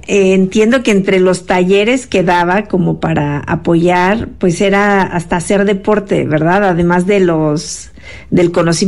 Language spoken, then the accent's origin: Spanish; Mexico; teníamos esta tercera raíz como mexicanos, porque a lo mejor no pertenecemos a una comunidad afromexicana, pero sí podemos tener sangre en algún punto.